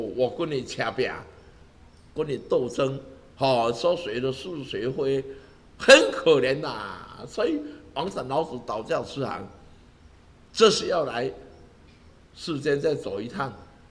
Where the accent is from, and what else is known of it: Taiwan